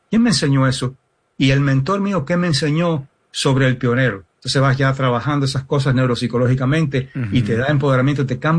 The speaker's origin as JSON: {"language": "Spanish", "town": "Miami", "region": "Florida", "country": "United States", "tie": "born or raised there", "said": "Y un ejemplo, yo me crié en Miami."}